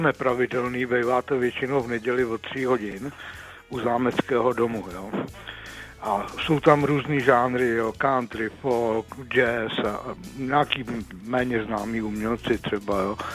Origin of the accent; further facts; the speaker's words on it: Teplice, Ústí nad Labem Region, Czechia; U nás v Teplicích probíhá už druhý nebo třetí rok takový multižánrový festiválek nazvaný Malá Paříž.